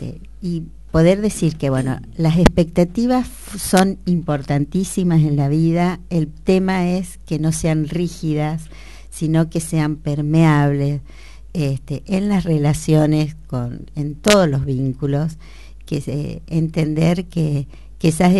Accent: Argentina; somos todos argentinas

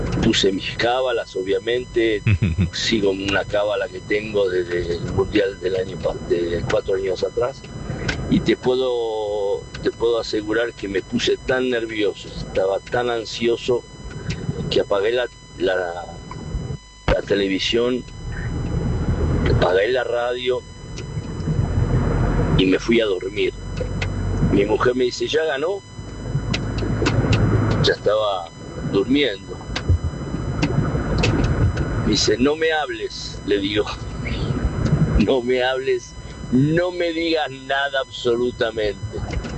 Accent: Argentina; now in Rignano Flaminio, Italy; Soy argentino pura sangre, pero vivo en Italia da mucho tiempo.

